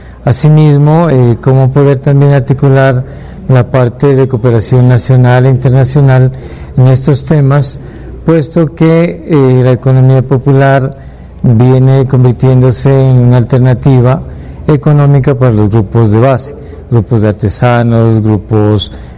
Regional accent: Pupiales, Nariño, Colombia; vengo desde Pupiales, trabajamos con organizaciones de base.

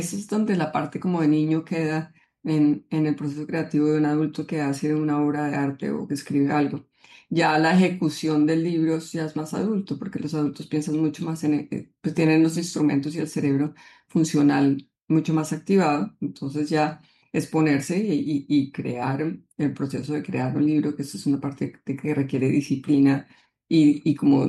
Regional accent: Colombia

